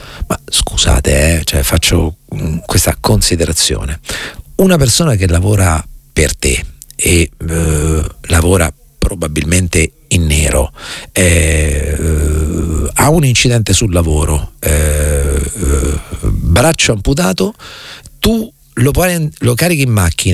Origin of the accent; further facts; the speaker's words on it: Marche, Italy; io sono marchigiano, ok? E conosco bene le Marche.